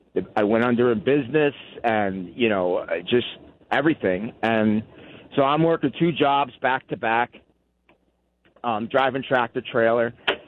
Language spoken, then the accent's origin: English; New Jersey, United States; I grew up in New Jersey, you know, and New Jersey, you know, I don't know about you, but, you know, hanging out in strip bars, nightclubs, stuff like that.